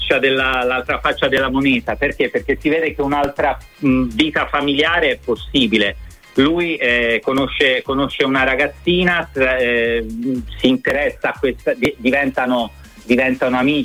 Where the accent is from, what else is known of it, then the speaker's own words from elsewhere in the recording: Tuscany, Italy; nel mio caso che sono toscano un babbo